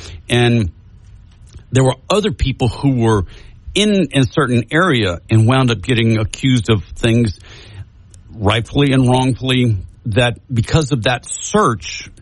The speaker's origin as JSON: {"language": "English", "region": "Louisiana", "country": "United States", "tie": "born or raised there", "said": "they're building the boats in Franklin, Louisiana, just 20 minutes away from where I grew up."}